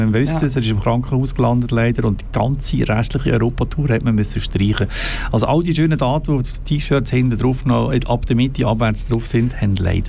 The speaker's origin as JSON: {"language": "German", "country": "Switzerland", "said": "die haben letztes Jahr schon bei uns in der Schweiz im Komplex schon vorgelegt."}